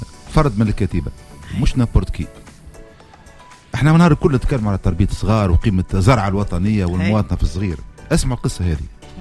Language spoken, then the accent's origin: Arabic; Gafsa, Gafsa Governorate, Tunisia; طلعنا بيناتنا في قفصه في حومه المولع، حومتنا 100 متر